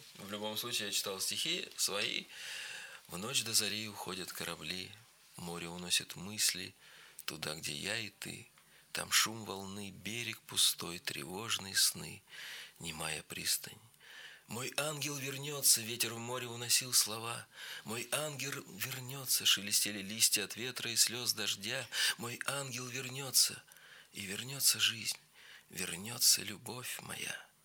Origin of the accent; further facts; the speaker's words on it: Sakha Republic, Russia; я вырос в Якутии